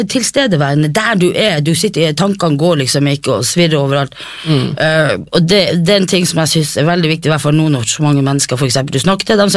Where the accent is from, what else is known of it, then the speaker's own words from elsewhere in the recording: Øksfjord, Finnmark, Norway; moved away; Jeg fra Finnmark. Jeg fra noe der Øksfjord heter det.